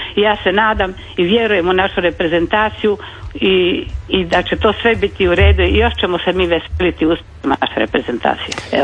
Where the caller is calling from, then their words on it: Rijeka, Primorje-Gorski Kotar County, Croatia; Ja sam iz Rijeke